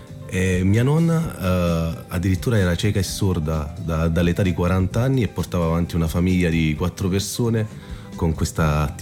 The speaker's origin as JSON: {"language": "Italian", "town": "Naples", "region": "Campania", "country": "Italy", "tie": "born or raised there", "moved": "yes", "lives_now": "Rome, Italy", "said": "sono nato e cresciuto a Napoli"}